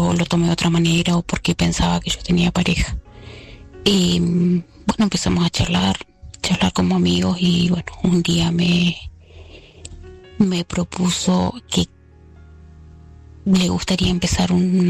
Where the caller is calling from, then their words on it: Argentina; te escucho desde Argentina.